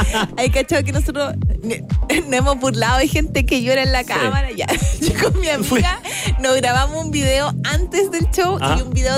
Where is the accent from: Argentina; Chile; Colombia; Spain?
Chile; soy más chilena que los porotos.